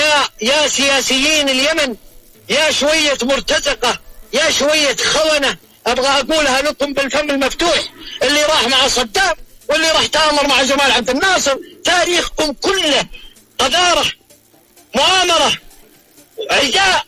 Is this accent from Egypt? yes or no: no; Saudi Arabia; مسألة السعودية من اليوم انا لكم ندا من السعودية، اسد عن الشعب السعودي كامل.